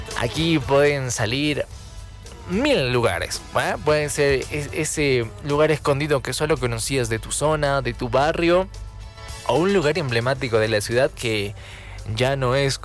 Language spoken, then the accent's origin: Spanish; La Paz, Bolivia; Es la calle donde vivo, ¿no? En Cupini, mi tierrita natal, ¿no? Muchos cambios no hice. Salí un par de veces de la zona, me perdí un 2 que 3 años, pero uno siempre vuelve donde es feliz